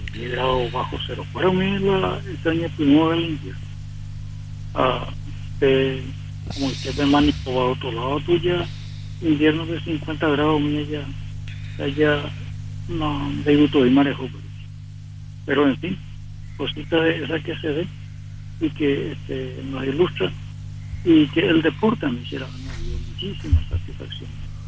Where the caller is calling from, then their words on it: Paraguay; me formé como paraguayo